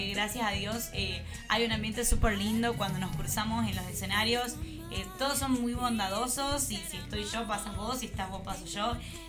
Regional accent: Argentina

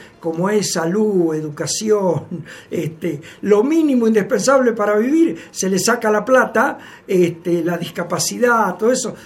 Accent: Argentina; Vio que somos argentinos

